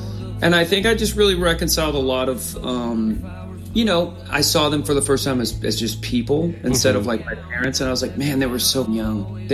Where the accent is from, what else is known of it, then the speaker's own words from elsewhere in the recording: Oklahoma, United States; We're from Oklahoma. We've always had red dirt in our shoes.